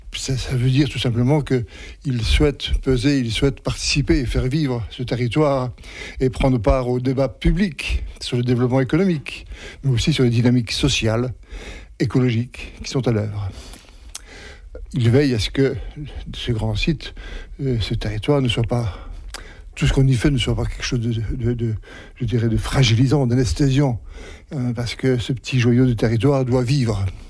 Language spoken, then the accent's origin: French; Grand Est, France; je suis pas originaire de Lyosson, je suis lorrain au départ. Mais ça fait 40 ans maintenant que j'habite ici